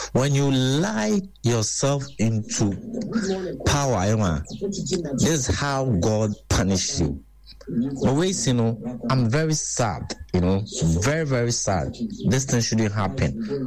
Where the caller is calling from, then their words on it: Takoradi, Western Region, Ghana; I'm calling from Takoradi.